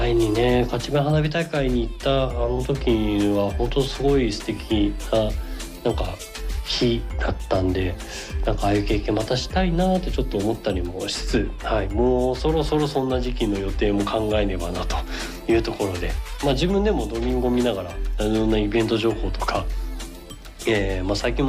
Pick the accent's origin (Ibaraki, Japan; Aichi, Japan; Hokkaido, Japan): Hokkaido, Japan; この北海道民なので